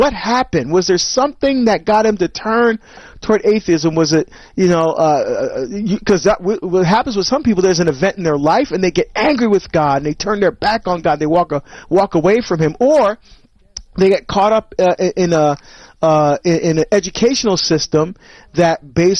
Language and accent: English; New Jersey, United States; Angela's calling from my home state of New Jersey.